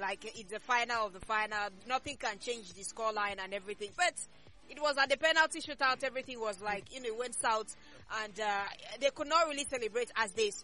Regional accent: Akwa Ibom, Nigeria; In my hometown, that is, you know, Kwaibom State.

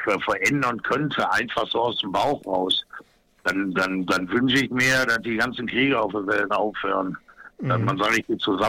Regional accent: North Rhine-Westphalia, Germany; first language German

